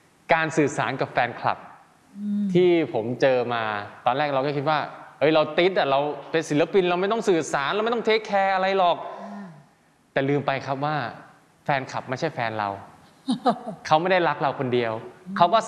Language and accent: Thai; Isan, Thailand; เราเป็นคนอีสานเราก็พูดอีสานไปเลย